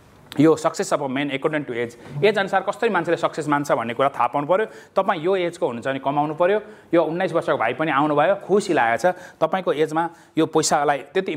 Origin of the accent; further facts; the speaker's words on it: Damak, Koshi Province, Nepal; म त हिन्दू हुन्छ चर्चलाई पनि डोनेसन दिएको ज्योति चर्च भन्ने थियो हाम्रो दमकमा मुस्लिमको मस्जिद पनि थियो मेरो घर छेउमै पर्छ